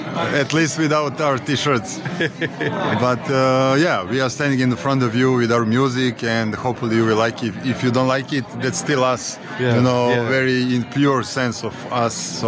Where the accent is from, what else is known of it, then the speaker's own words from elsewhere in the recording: Belgrade, Serbia; English is a second language; coming from Serbia, Belgrade, so Balkan area of the Europe, south of Europe.